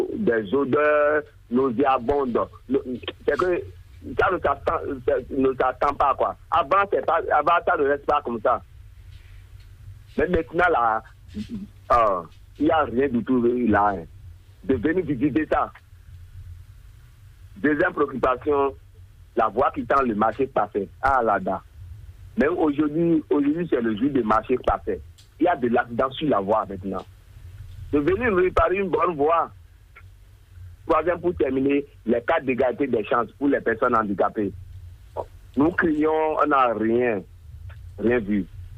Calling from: Ouidah, Atlantique, Benin; depuis Ouida.

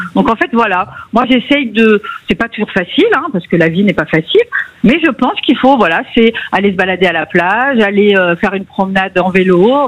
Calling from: Bayonne, Nouvelle-Aquitaine, France; Alors bah oui, j'habite au soleil, donc forcément, j'habite à Bayonne, au Pays Basque

